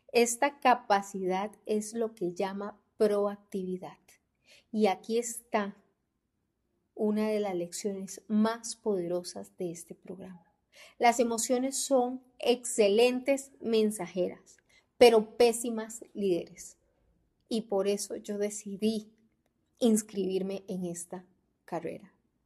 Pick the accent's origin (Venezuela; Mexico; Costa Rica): Costa Rica; Yo soy de acá de Costa Rica